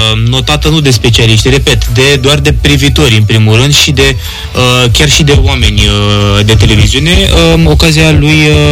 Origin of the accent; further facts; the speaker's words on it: Oltenia, Romania; suntem olteni, suntem până la urmă români